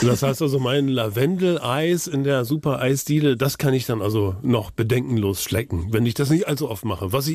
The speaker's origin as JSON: {"language": "German", "region": "Lower Saxony", "country": "Germany", "tie": "born or raised there", "said": "Ich bin in der Nähe geboren und aufgewachsen."}